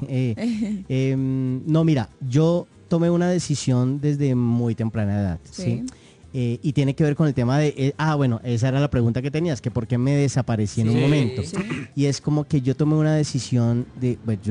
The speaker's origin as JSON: {"language": "Spanish", "town": "Cali", "region": "Valle del Cauca", "country": "Colombia", "said": "como soy de Cali"}